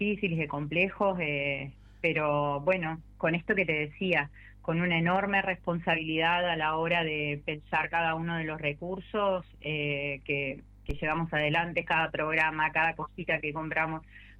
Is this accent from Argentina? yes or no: yes; Argentina; como argentinos y argentinas